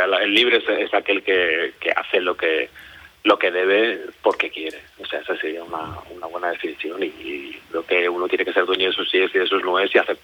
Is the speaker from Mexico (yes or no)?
no; Manacor, Balearic Islands, Spain; Sí, yo soy de Manacor.